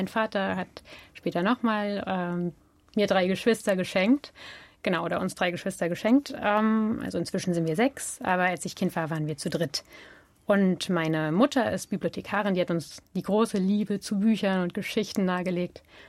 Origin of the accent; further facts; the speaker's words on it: Halle, Saxony-Anhalt, Germany; born there; Ja, bin auch in Halle getauft. Ich glaube, 93 im Diakoniewerk.